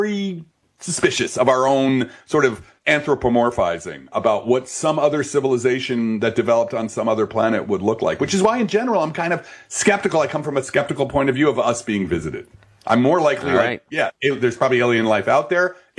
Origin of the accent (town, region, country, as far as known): Belleville, New Jersey, United States